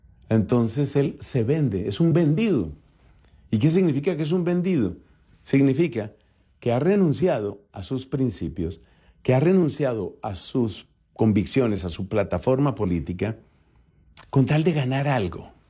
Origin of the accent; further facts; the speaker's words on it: Colombia; mi país, Colombia